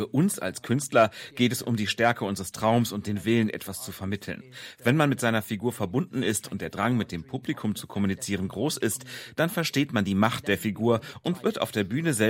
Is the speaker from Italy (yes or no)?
yes; Apulia, Italy; German is a second language; moved away; In meiner Heimat Apulien in Süditalien gab es kaum Möglichkeiten, Musik zu studieren.